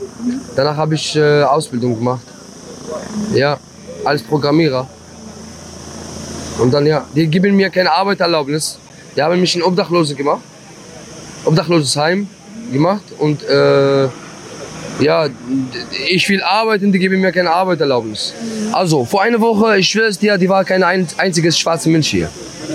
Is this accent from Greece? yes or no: no; Gaza Strip, Palestine; German is a second language; Ja, ich bin Palästinenser. Ich komme aus Gazastreifen, ja.